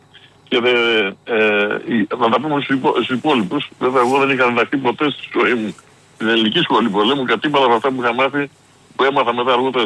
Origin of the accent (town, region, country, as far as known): Greece; also born or lived in United States